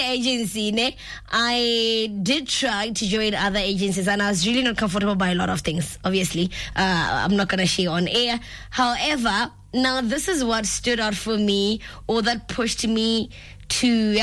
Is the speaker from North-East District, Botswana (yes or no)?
yes; Francistown, North-East District, Botswana; remember, I'm from Francistown